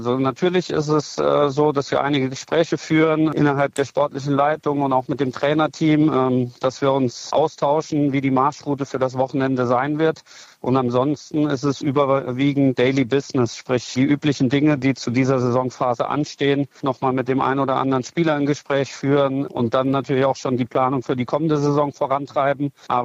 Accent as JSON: {"language": "German", "region": "Saarland", "country": "Germany", "tie": "born there", "said": "weil ich natürlich einen Bezug zur SV Elversberg habe als gebürtiger Saarländer"}